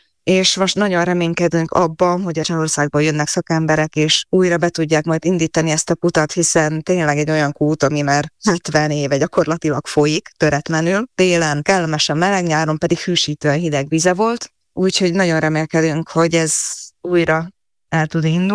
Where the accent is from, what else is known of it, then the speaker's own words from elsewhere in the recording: Čičov, Trnava Region, Slovakia; Én egész gyermekkoromat Csicson töltöttem, csicsói származású vagyok